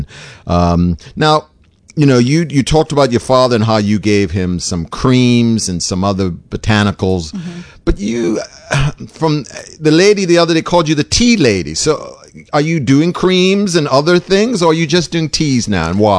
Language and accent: English; St. George's, Bermuda; I'm from St. George's.